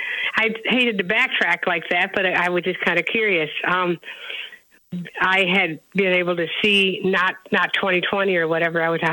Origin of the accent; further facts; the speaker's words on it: Janesville, Wisconsin, United States; moved away; also born or lived in Milwaukee; I'm actually from Wisconsin. I grew up in Janesville. I was born in Milwaukee, but I grew up in Janesville